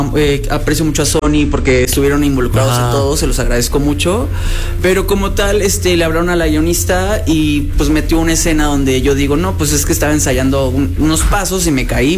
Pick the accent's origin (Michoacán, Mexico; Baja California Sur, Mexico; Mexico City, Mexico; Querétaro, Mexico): Baja California Sur, Mexico; Los Cabos; Yo soy de Los Cabos, pero mi familia es de Sinaloa, Mazatlán